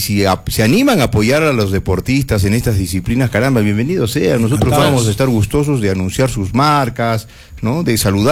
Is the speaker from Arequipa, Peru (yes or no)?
yes; Arequipa, Peru; Como arequipeño se siente orgulloso